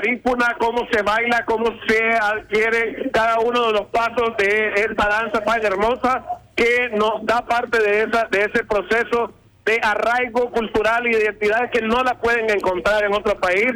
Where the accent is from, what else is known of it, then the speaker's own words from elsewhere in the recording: Honduras; los buenos hondureños somos más, los hondureños que queremos que Honduras salga adelante somos más, y esos son los que nos quedamos en Honduras.